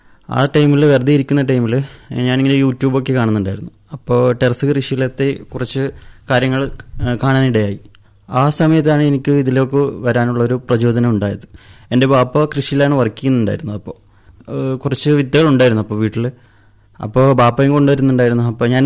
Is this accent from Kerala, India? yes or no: no; Kavaratti, Lakshadweep, India; ഞാൻ കവരത്തി സ്വദേശിയാണ്.